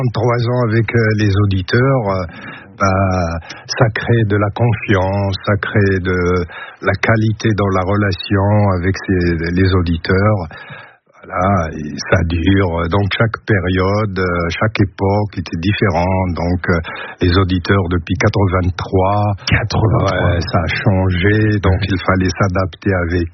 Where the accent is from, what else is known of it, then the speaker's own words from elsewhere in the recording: Morocco; moved away as an adult; now in France; lorsque je suis venu du Maroc à 19 ans, au bout d'un an, deux ans, je ne comprenais pas ici, je n'ai jamais sorti du Maroc.